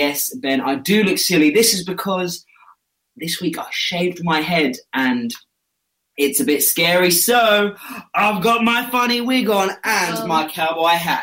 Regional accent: London, United Kingdom; I am also from London.

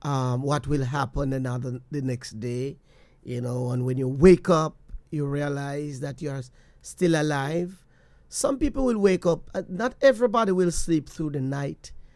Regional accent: Jamaica; now in United States; I mean, I remember growing up in Jamaica, I wasn't, my grandmother passed away.

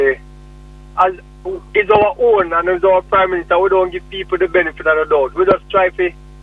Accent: Kingston, Jamaica; I grew up in a place where we call Vineyard Town.

